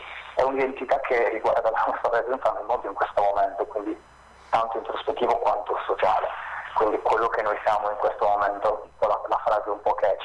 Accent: Sardinia, Italy; now in Turin, Italy; io sono l'unico che non è propriamente della città, sono arrivato dalla Sardegna.

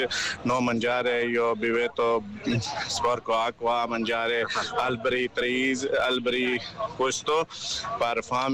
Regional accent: Azad Kashmir, Pakistan; Italian is a second language; moved away as an adult; also born or lived in Turkey / Greece; now in Italy; Io vengo dal originale in Kashmir, io vengo dal Pakistan, Iran, Turchia, Grecia, mio viaggio 3 anni.

